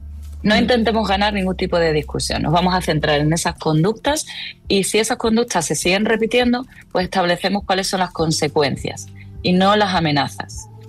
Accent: Extremadura, Spain; moved away; Pues siendo yo extremeña y no viviendo en Extremadura, siendo ya refugiada climática prácticamente

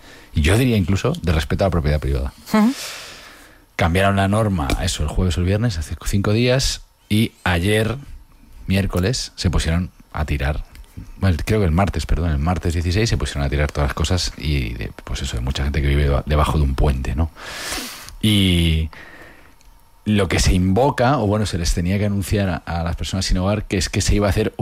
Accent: Madrid, Community of Madrid, Spain; sobre todo del Ayuntamiento de Madrid, que es mi tierra y la que más conozco.

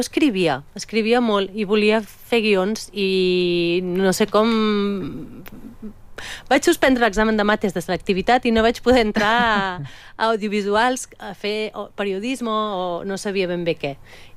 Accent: Tona, Catalonia, Spain; jo sóc de Manlleu, de Tona

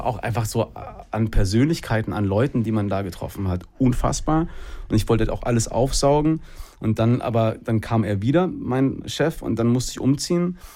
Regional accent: Hesse, Germany; moved away as an adult; also born or lived in Los Angeles, United States; also ich bin im Dorf groß geworden, so, hab dann in Gießen mein Abi gemacht

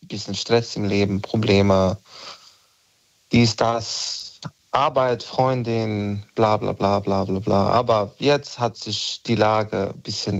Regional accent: Bosnia & Herzegovina; first language Bosnian; German is a second language; moved away as an adult; now in Germany; Ich bin aus Bosnien, in Bosnien geboren, aufgewachsen, bis 17. Lebensjahr in Bosnien gelebt.

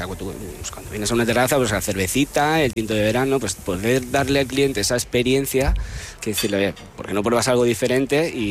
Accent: Casar de Cáceres, Extremadura, Spain

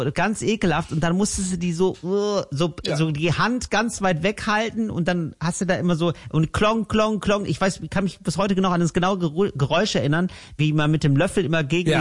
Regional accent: Germany; Aber das macht man nicht so gerne als Deutscher.

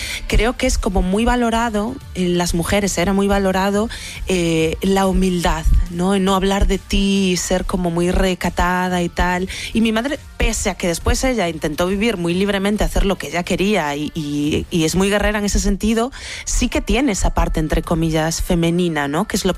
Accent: Galicia, Spain; also born or lived in Pontevedra; Hay muchísimo talento en Galicia, estamos todos fuera, o casi todos. Es difícil vivir de la cultura, yo vivo en Santiago

